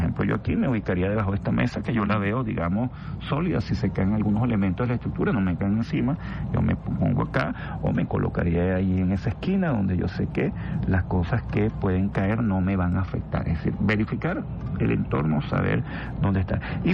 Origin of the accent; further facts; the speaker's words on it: Venezuela; yo resumo dos cosas principales que tenemos que asumir como venezolanos.